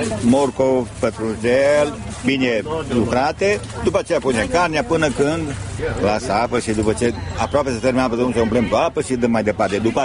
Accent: Transylvania, Romania; Ținând cont că suntem din Ardeal, știm să facem așa ceva.

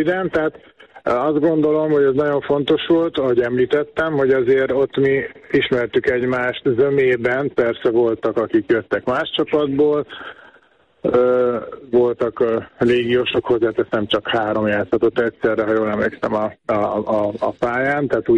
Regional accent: Budapest, Hungary; born there; akikkel felnőttem, tehát a Telek Andrisékkal, ugye együtt a Népligetben nevelkedtünk

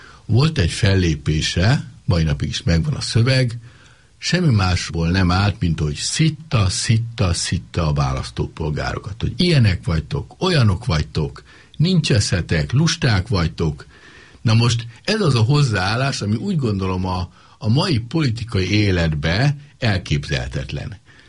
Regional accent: Nyíregyháza, Szabolcs-Szatmár-Bereg, Hungary; Nyárliget többé-kevésbé hasonlít Nyíregyházára, a szülővárosomra.

